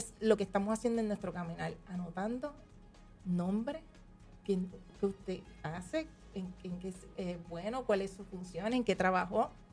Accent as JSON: {"language": "Spanish", "town": "Luquillo", "country": "Puerto Rico", "tie": "born or raised there", "said": "El hecho de yo estar con mi gente, en mi pueblo, mis padres, mi familia, quien me ha visto crecer"}